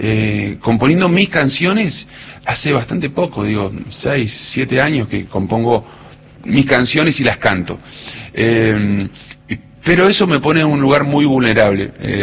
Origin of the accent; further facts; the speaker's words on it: Cutral Có, Neuquén, Argentina; now in Buenos Aires, Argentina; Yo soy de Cutralcó, Neuquén. muy folclórico. No soy un experto fundamentalista del folclore, pero sí tengo mucha raíz folclórica porque me crié en Las Peñas y anduve por todos lados ahí. Bueno, la cosa me trajo hasta Buenos Aires